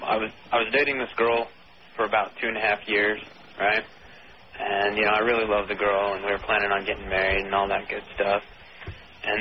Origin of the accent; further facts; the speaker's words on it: Salt Lake City, Utah, United States; now in Baltimore, United States; I'm originally from Salt Lake City.